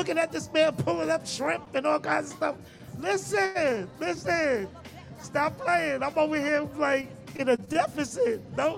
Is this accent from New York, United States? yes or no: yes; New York, United States; now in Manhattan, United States; I don't live there anymore. I don't live there. Well, my family still live there. I was born and raised in the Bronx, but okay. I live in Manhattan